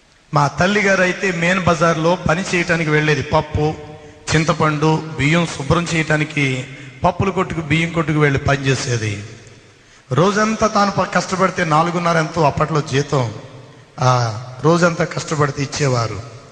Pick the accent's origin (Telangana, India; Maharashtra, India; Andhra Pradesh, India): Andhra Pradesh, India; Rajahmundry; మా స్వగ్రామం Rajahmundry మస్జీద్ centre, Jampeta మస్జీద్ centre.